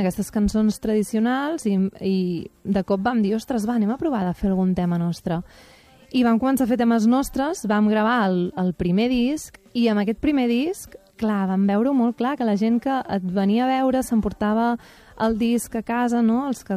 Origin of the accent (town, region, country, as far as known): Castelló d'Empúries, Catalonia, Spain; born or raised there; also born or lived in Roses